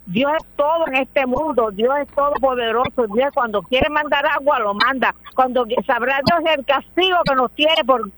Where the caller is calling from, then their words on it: Lajas, Puerto Rico; De Lajas.